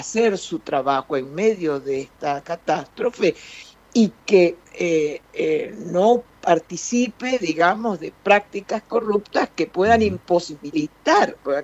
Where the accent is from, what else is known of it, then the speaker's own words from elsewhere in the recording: Venezuela; now in Santa Fe, Argentina; Nosotros los venezolanos